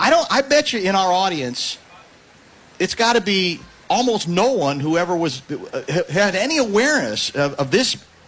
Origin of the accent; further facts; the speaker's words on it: Indiana, United States; born there; because I was born in Indiana.